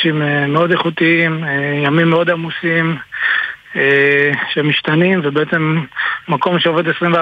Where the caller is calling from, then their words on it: Southern Israel, Israel; אני מהדרום